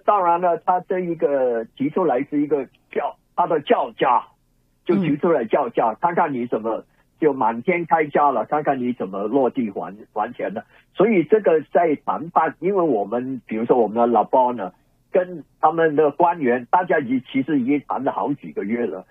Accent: Canada; 我们加拿大人

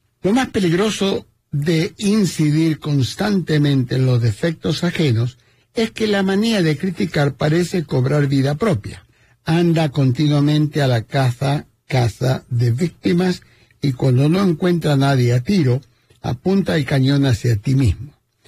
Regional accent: Argentina; Soy fanático, saben, como argentino me gusta comer carne, y me encanta ir al Gaucho.

